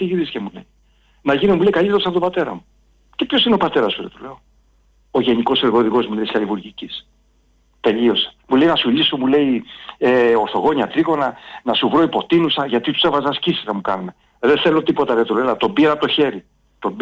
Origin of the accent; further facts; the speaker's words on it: Zacharo, Western Greece, Greece; σταματάω, ας πούμε, στο χωριό μου, εκεί στη Ζαχάρο, Κακόβατο και τα λοιπά.